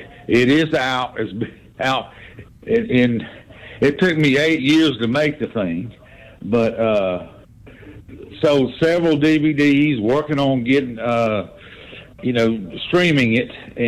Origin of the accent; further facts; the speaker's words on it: Atlanta, Georgia, United States; also born or lived in Mobile, Alabama; I'm originally from Mobile, but raised in Atlanta.